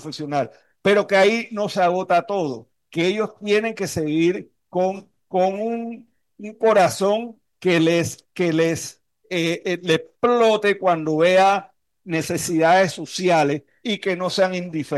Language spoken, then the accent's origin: Spanish; Panama; como panameños tenemos que hermanarnos